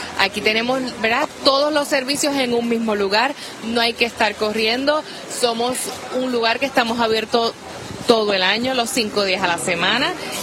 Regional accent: Aguadilla, Puerto Rico; Yo soy de Aguadilla. Bueno, yo vivo en Camaselles

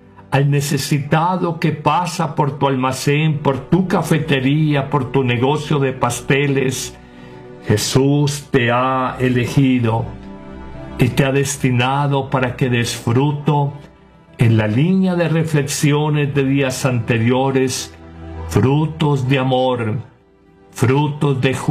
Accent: Colombia

